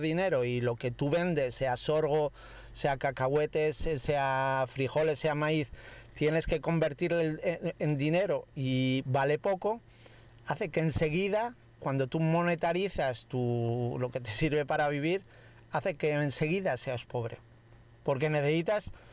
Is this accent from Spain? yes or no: yes; Castile, Spain; moved away; yo siendo castellano